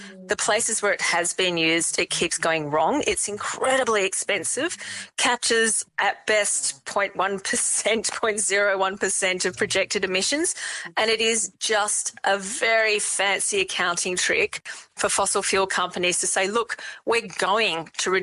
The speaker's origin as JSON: {"language": "English", "region": "Western Australia", "country": "Australia", "tie": "born or raised there", "said": "I grew up in the Pilbara"}